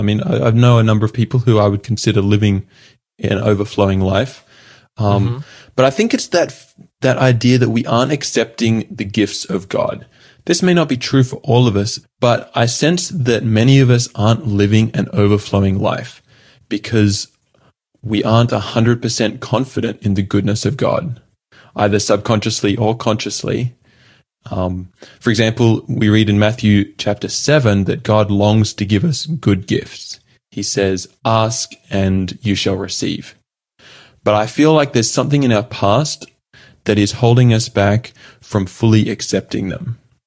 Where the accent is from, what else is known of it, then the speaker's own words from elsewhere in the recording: Australia; Number one, I'm Australian. You can tell a little bit by my accent.